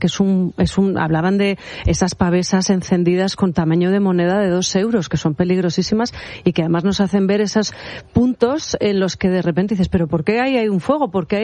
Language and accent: Spanish; Castile and León, Spain; nos está quemando el Valle del Tietar. Pues, ¿qué quieres que te diga? Es que me emociono porque ese... Es mi tierra, creo que no hay un sitio más bonito en el mundo